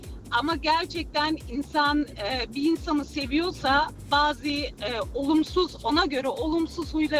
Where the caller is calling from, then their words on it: Stuttgart, Baden-Württemberg, Germany; Merhabalar … Stuttgart'tan.